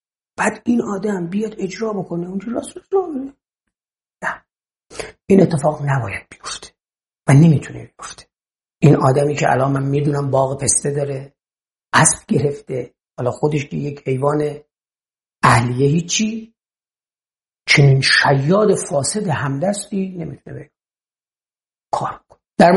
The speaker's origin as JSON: {"language": "Persian", "region": "Gilan", "country": "Iran", "said": "خب بچه گیلانم به موجب ننگ و خفت با من اصلا نگاش کردم"}